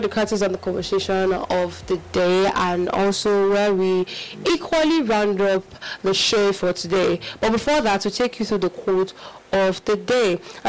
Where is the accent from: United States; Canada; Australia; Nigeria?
Nigeria; As a Nigerian